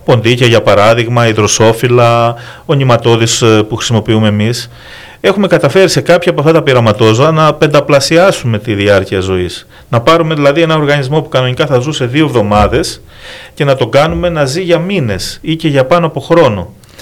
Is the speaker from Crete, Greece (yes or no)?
yes; Crete, Greece; Γιατί κατάγομαι και από την Κρήτη, οπότε για μένα ήταν ένα πολύ μεγάλο ευτύχημα το γεγονός ότι εδώ στην Κρήτη, στον τόπο μου